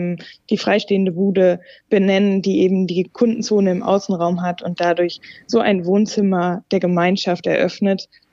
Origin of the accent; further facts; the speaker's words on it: North Rhine-Westphalia, Germany; ja, also als gebürtige Ruhrgebietlerin kann ich klar sagen, es gibt den großen Unterschied zur Trinkhalle